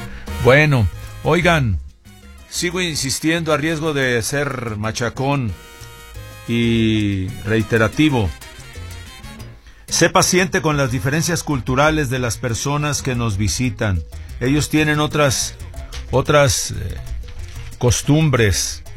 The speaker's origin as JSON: {"language": "Spanish", "country": "Mexico", "said": "No nos cuesta mucho y podemos ganar mucho como mexicanos y con nuestro autoestima por todo lo alto y justificadamente."}